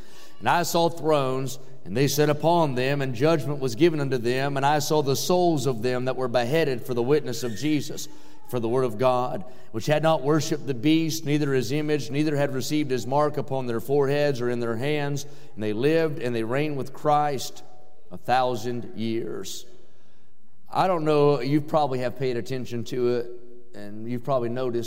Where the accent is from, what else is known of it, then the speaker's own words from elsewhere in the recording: West Virginia, United States; I grew up in West Virginia, and it's a little bit prettier here than where I'm from because our hills are so close together you can't tell where we have any.